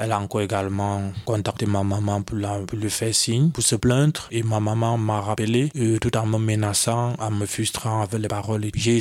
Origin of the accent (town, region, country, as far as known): West, Cameroon